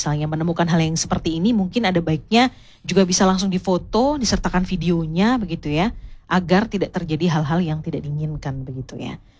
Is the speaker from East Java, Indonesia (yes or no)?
yes; Surabaya, East Java, Indonesia; Jadi kita sebagai warga Kota Surabaya